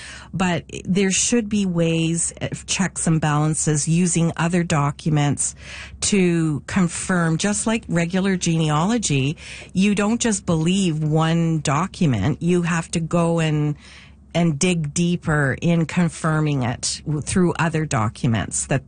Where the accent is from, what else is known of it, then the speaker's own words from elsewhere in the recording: Canada; I'm so Canadian. I say please and thank you to an AI